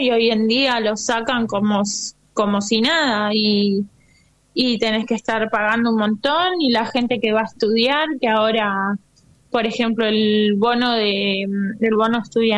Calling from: Argentina; esta realidad que estamos viviendo como argentinos es muy triste

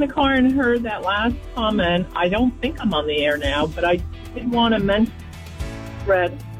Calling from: Mount Bethel, Pennsylvania, United States; Mount Bethel, PA.

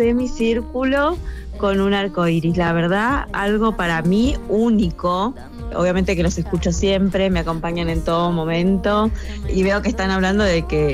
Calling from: Posadas, Misiones, Argentina; Posadas queda en Misiones y bueno, somos muy vecinos de Paraguay

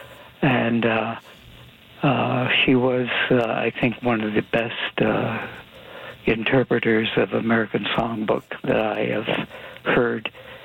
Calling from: Edmonton, Alberta, Canada; I'm calling from Edmonton.

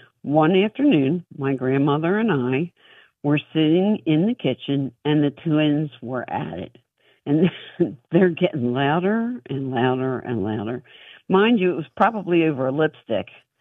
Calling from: Fort Lauderdale, Florida, United States; I'm calling you from Fort Lauderdale, Florida.

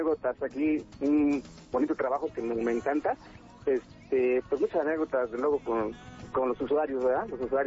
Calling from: Mexico City, Mexico

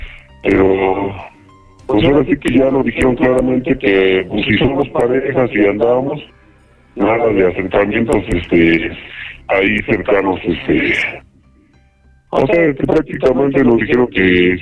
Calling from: Mexico City, Mexico; soy de aquí de Iztapalapa.

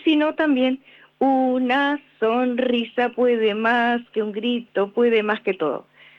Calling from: Berna, Santa Fe, Argentina; yo te hablo desde un pueblo, mi pueblo, Berna, provincia de Santa Fe.

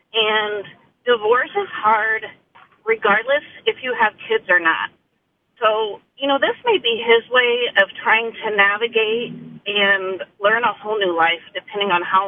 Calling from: Fort Wayne, Indiana, United States; I'm calling from Fort Wayne. So I'm a single mom.

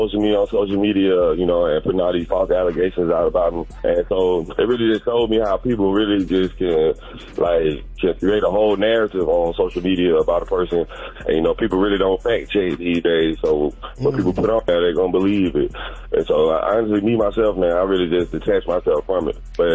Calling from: Montgomery, Alabama, United States; shout out to First Line Every Time Barbershop here in Montgomery, Alabama

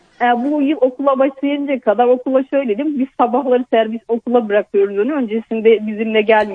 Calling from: Istanbul, Turkey; İstanbul'dan arıyorum.

